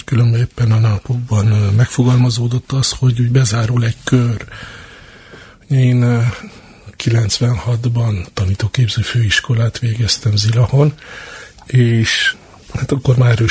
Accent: Cluj-Napoca, Cluj County, Romania; mert én a Kolozsvári Színházak az előadásain nőttem föl

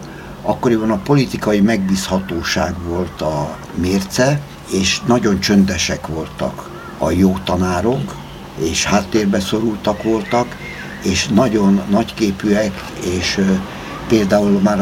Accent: Budapest, Hungary; az anyai nagyapám, akik neveltek engem ott Teleki téren.

